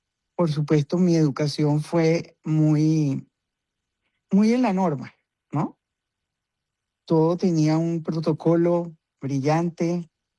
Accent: Bogotá, Colombia; born there; Pues nací en Colombia, en Bogotá. Tuve la oportunidad de vivir poco tiempo en Bogotá

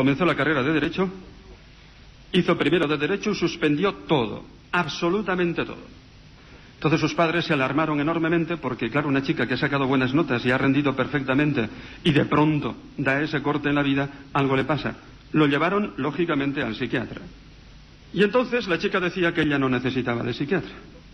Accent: Navarre, Spain; Muchos me dicen que en vacaciones, en mi pueblo, fijaros, yo soy un pueblo de la Ribera de Navarra, rico, pero inculto

